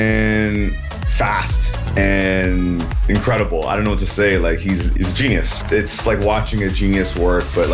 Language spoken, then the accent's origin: English; Canada; Growing up in Canada, in the school system, they couldn't always get it right.